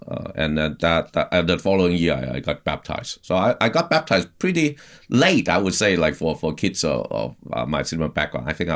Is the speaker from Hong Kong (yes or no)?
yes; Hong Kong; first language Cantonese; English is a second language; now in Boston, United States; And by the time I got to a college, like here in Boston, I grew up in Hong Kong, so we speak Cantonese dialect